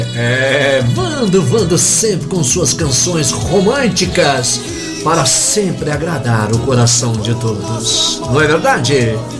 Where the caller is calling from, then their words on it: Aparecida, São Paulo, Brazil; Sou aqui de Aparecida e gostaria de ouvir